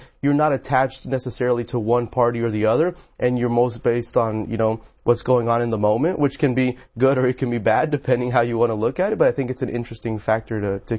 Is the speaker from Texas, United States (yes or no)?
yes; College Station, Texas, United States; Well, so I grew up in College Station, Texas. You know, it's a pretty conservative place, and you get a lot of diversity and hear from a lot of people.